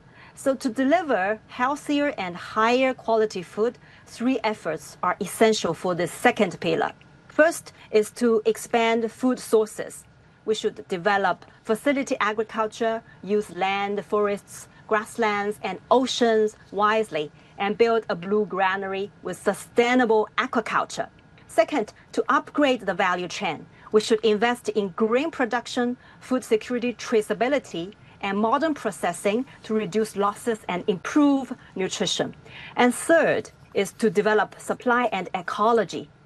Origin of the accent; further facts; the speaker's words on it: Zibo, Shandong, China; the harvesting teams from Zibo City of Shandong Province, where is my hometown